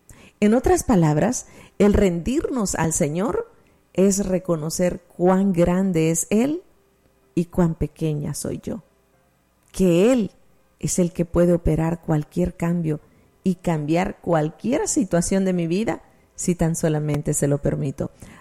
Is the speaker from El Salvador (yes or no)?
yes; El Salvador; En mi país, El Salvador, le llamamos zapotes.